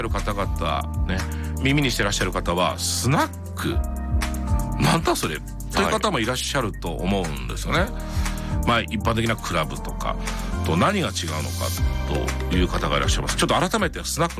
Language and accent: Japanese; Gifu, Japan; 例えば、まあ、私は岐阜出身なんで、